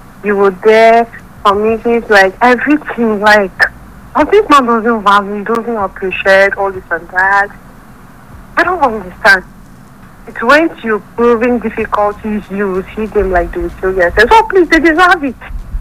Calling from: Bukuru, Plateau, Nigeria; It's still … from Bukuri.

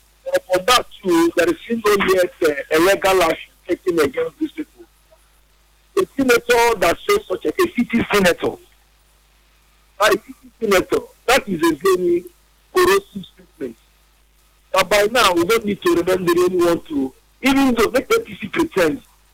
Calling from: Nigeria; I'm from Nigeria.

